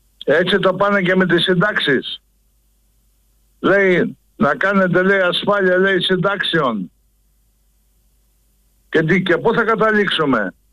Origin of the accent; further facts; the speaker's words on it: Thessaly, Greece; από τον Κόζακα.